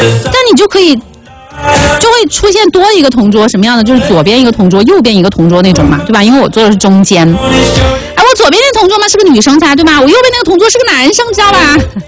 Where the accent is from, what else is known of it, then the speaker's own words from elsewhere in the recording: Chongqing, China; moved away as an adult; 大学毕业之后我就先回到我的老家，回到重庆